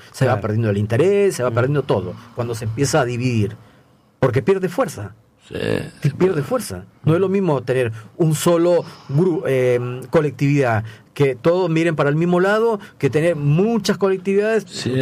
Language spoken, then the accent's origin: Spanish; Peru; now in Argentina; Yo, saben la gente que no soy argentino, que soy de la comunidad peruana, yo soy peruano, y que nosotros somos poquitos